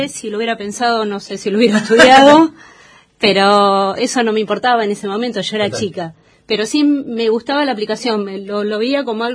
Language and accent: Spanish; Lanús, Buenos Aires Province, Argentina; moved away; En Buenos Aires, sí, yo soy de Lanús